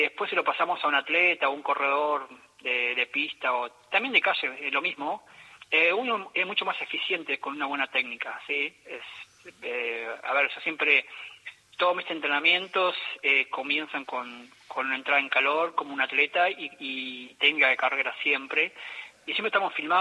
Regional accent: Entre Ríos, Argentina; 9 de julio Villaguay, que está cerca de mi pueblo

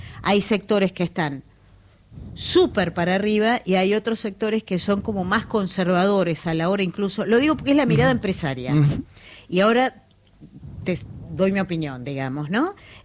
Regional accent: Argentina; Y que habla mucho de cómo somos los argentinos.

